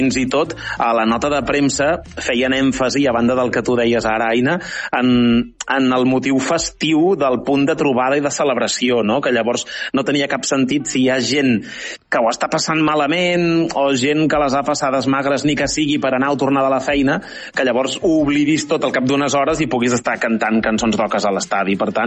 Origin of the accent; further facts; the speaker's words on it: Catalonia, Spain; Sóc a casa, recordant com sensacions de confinament, perquè, de fet, com tu bé saps, sóc del Vallès Bo, és a dir, del Vallès Oriental